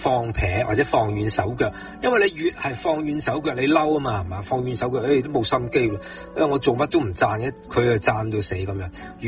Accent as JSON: {"language": "Cantonese", "country": "China", "said": "我们中国人这个说话骑牛搵马真的很好用"}